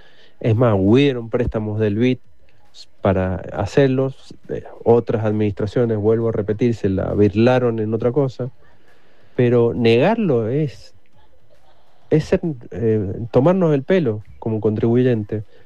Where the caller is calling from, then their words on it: Luján, Mendoza, Argentina; Acá yo vivo en Can Luján.